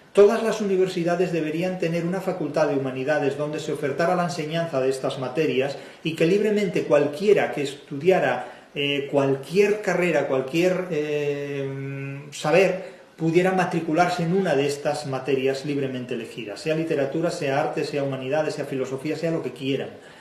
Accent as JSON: {"language": "Spanish", "country": "Spain"}